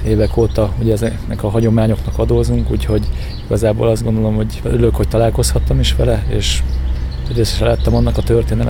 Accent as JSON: {"language": "Hungarian", "town": "Dorog", "region": "Komárom-Esztergom", "country": "Hungary", "tie": "born or raised there", "said": "én igazából itt nevelkedtem"}